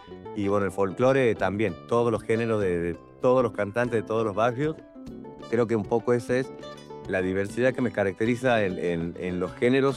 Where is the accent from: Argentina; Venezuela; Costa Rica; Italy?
Argentina; Santiago del Estero; llega a Santiago del Estero, mi tierra, donde finalmente aporta la cultura